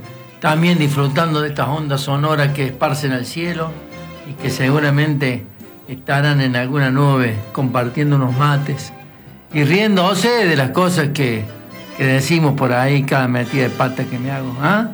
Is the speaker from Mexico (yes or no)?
no; Argentina